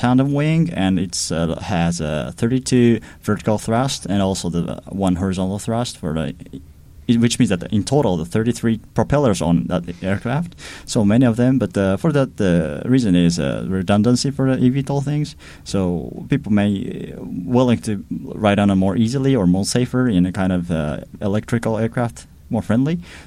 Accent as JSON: {"language": "English", "country": "Japan", "said": "I came from Japan."}